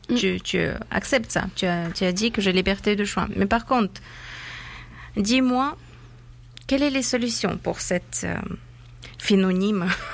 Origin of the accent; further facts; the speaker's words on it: Afghanistan; French is a second language; j'ai un visage de mon pays d'origine, d'Afghanistan, dans ma tête, et j'ai cette image actuellement devant mes yeux.